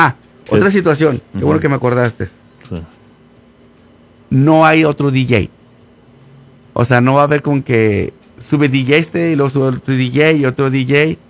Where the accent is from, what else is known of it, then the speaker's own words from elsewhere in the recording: Ciudad Juárez, Chihuahua, Mexico; now in Denver, United States; ya me fui a Juárez, yo, ¿tú crees? Allá andaba en mi tierra.